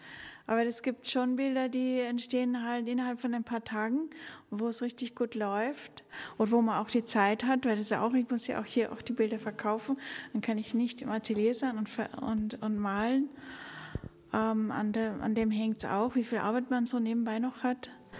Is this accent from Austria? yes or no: yes; Upper Austria, Austria; born there; now in Salzburg, Austria; Also ich bin nicht in Salzburg geboren, sondern in Oberösterreich. Aber ich lebe schon seit 30 Jahren.